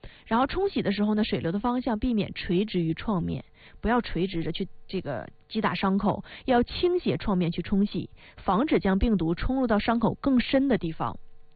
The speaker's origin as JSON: {"language": "Chinese", "region": "Northeast China", "country": "China", "accent": "Northeastern Mandarin", "said": "它会有明显的刺痛感，就是我们东北话说的它沙挺。"}